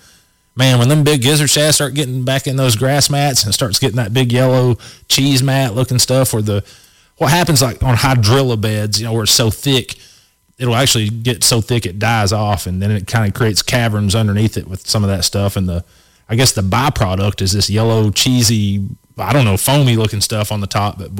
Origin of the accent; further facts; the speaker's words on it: Tennessee, United States; me growing up on Watts Bar